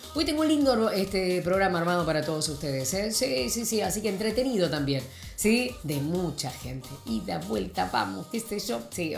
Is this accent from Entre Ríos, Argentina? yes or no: yes; Entre Ríos, Argentina